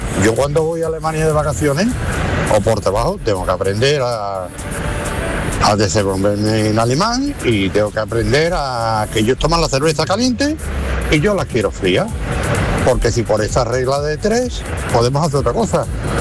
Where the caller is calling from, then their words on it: Spain; nosotros vivimos en España